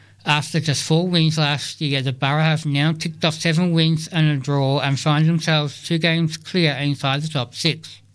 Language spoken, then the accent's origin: English; Gordon, Australia; I was brought up myself in Gordon and have been a Gordon person all my life.